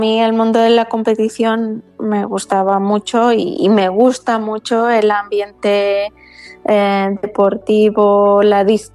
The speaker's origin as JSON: {"language": "Spanish", "region": "Pyrenees", "country": "Spain", "tie": "born or raised there", "said": "yo soy del Pirineo"}